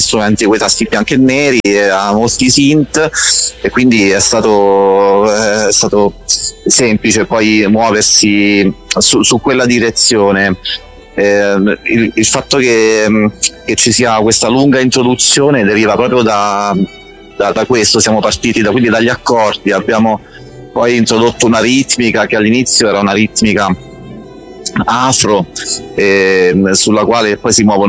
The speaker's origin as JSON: {"language": "Italian", "town": "Ascoli Piceno", "region": "Marche", "country": "Italy", "said": "Ma io sono di Ascoli Piceno"}